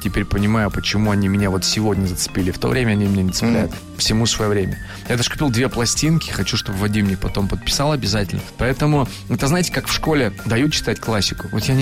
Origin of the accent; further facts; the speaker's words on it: Chelyabinsk, Chelyabinsk Oblast, Russia; Я из Челябинска, они из Екатеринбурга, да.